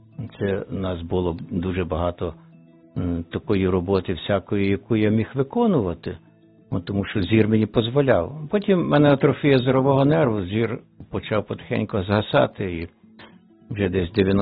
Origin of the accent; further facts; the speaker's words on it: Matsoshyn, Lviv Oblast, Ukraine; Я народився на Львівщині. Таке село є, і нас, я знаю, зараз слухають мої односельчани. Є таке село Мацошин. Це Жовківський район. Народився я в багатодітній сім'ї.